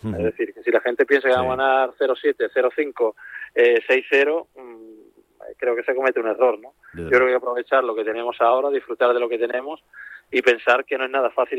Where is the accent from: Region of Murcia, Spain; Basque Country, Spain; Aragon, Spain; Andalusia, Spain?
Andalusia, Spain; Jerez de la Frontera